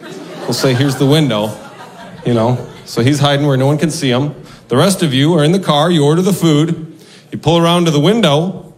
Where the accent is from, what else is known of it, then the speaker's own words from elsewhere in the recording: Omaha, Nebraska, United States; Grew up in Omaha, Nebraska. There wasn't a whole lot to do growing up in Omaha